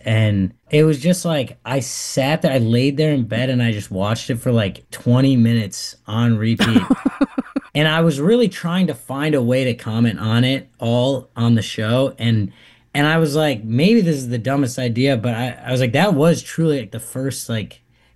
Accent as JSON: {"language": "English", "region": "Minnesota", "country": "United States", "said": "the second he found out I was from Minnesota, he reached out"}